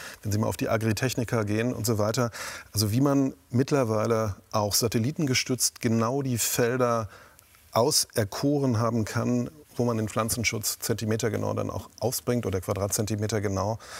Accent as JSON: {"language": "German", "region": "East Germany", "country": "Germany", "tie": "born or raised there", "said": "Ich bin selber in der DDR groß geworden. Ich war 15, als die Mauer fiel."}